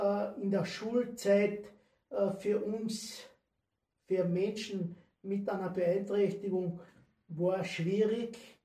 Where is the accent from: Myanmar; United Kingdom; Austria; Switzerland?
Austria; born there; gebürtiger Österreicher. Ich bin geboren 1976